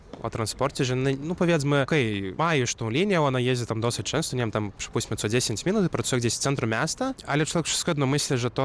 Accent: Vilnius, Vilnius County, Lithuania; u nas w Wilnie

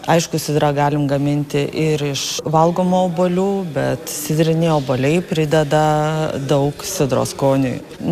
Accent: Kaunas, Kaunas County, Lithuania; esam romantikai, nes esam iš Kauno.

